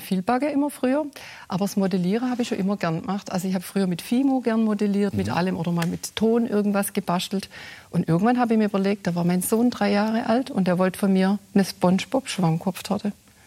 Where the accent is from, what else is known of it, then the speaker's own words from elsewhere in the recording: Baden-Württemberg, Germany; accent: Swabian; Also hauptsächlich wegen meinem Dialekt. Und es ist ja so, wenn man so im Ländle nur regional unterwegs ist